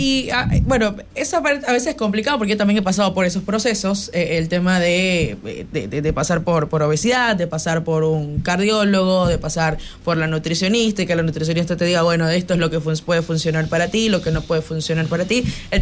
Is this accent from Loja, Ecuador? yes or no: no; Manabí, Ecuador; ¿Cómo somos nosotros como manabitas? ¿Cómo nos alimentamos también?